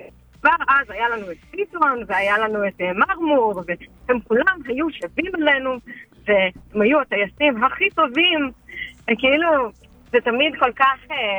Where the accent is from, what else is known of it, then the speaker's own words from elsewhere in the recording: Southern District, Israel; לא, הוא לא היה בקפלן, אנחנו קיבוצניקים מהנגב, זה רחוק לו.